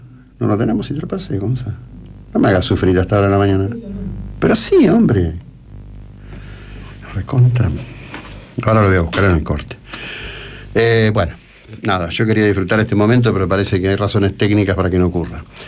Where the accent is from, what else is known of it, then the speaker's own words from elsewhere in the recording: Argentina; somos argentinos